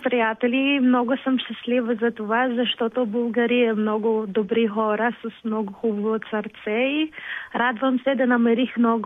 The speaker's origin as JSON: {"language": "Bulgarian", "country": "Philippines", "also_born_or_lived": "London", "second_language": "Bulgarian", "moved": "yes", "lives_now": "Pernik, Bulgaria", "said": "Повечето хора ме знаят от TikTok като … аз съм от Филипините."}